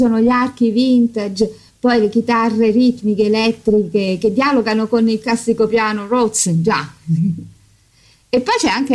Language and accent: Italian; Rome, Lazio, Italy; io sono di Roma, adoro Roma